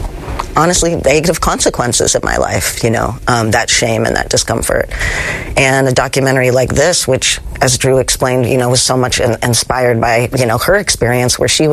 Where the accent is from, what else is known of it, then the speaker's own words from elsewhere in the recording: Halifax, Nova Scotia, Canada; I grew up in Halifax, Nova Scotia, in the, you know, 90s and early 2000s.